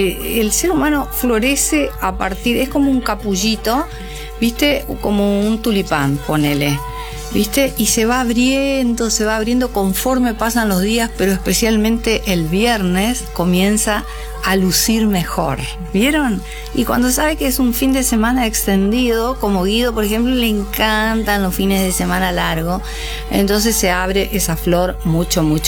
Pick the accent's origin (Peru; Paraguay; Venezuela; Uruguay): Paraguay; Todos somos paraguayos.